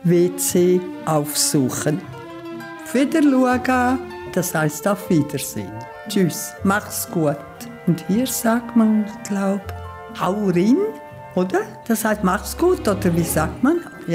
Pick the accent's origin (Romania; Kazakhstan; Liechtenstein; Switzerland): Liechtenstein; now in Möser, Germany; Seit 11 Jahren wohne ich in Möser und eigentlich komme ich aus Liechtenstein.